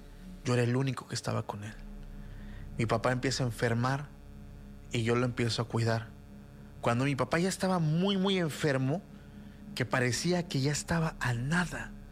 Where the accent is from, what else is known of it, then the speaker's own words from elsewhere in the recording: Mexico; Los que somos mexicanos